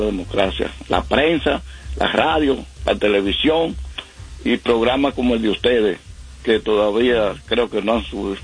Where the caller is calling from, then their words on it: New Jersey, United States; Bueno, New Jersey.